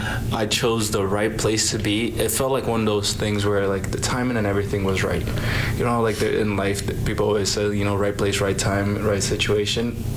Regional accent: Nigeria; born there; moved away; also born or lived in Taiwan / Ghana; So, like, I was born in Nigeria, so we stayed in Nigeria for a couple of years. My younger brother was born in Taiwan, so we also spent some time in Taiwan. And then we moved back to Nigeria, and then we also spent some time in Ghana also.

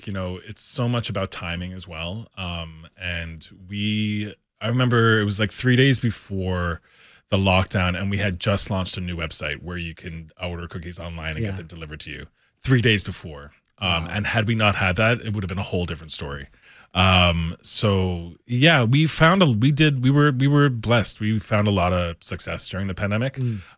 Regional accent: Newfoundland and Labrador, Canada

